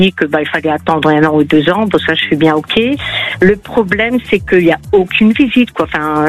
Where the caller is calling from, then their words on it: Landes, Nouvelle-Aquitaine, France; Des Landes.